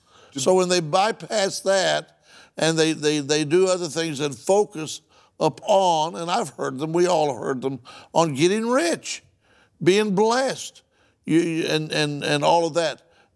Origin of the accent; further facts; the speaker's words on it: Oklahoma, United States; I'm from Oklahoma